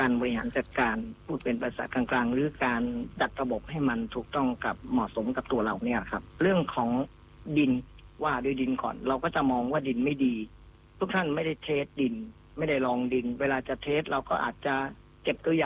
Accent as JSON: {"language": "Thai", "region": "Phichit", "country": "Thailand", "tie": "born there", "moved": "yes", "lives_now": "Bueng Samakkhi, Kamphaeng Phet, Thailand", "said": "เกิดที่จังหวัดพิจิตรแต่ว่าณปัจจุบันเนี่ยยึดที่นี่ว่าสถานบ้านช่องบ้านเลขที่75หมู่3บ้านวัดใหม่ตำบลบึงสามัคคีอำเภอบึงสามัคคีจังหวัดกำแพงเพชร"}